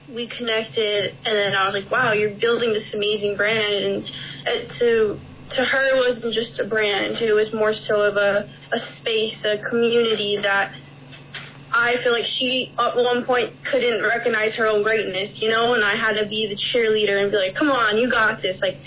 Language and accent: English; Chandler, Arizona, United States; even my hometown in Chandler